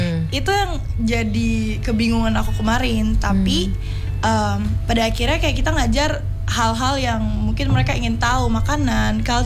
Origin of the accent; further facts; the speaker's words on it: Palembang, South Sumatra, Indonesia; Aku juga orang Palembang.